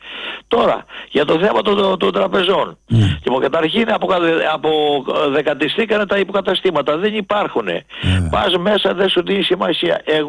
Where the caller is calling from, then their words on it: Peristeri, Attica, Greece; από Περιστέρι.